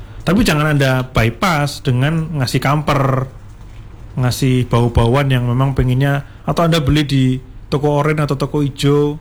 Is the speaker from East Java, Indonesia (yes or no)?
yes; Malang, East Java, Indonesia; born there; saya lahir di Malang